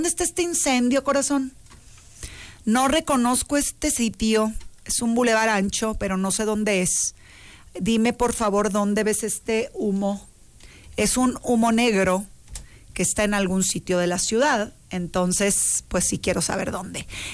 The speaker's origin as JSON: {"language": "Spanish", "country": "Mexico", "said": "Hay otras cosas que como mexicanos nos identifican en el resto del mundo"}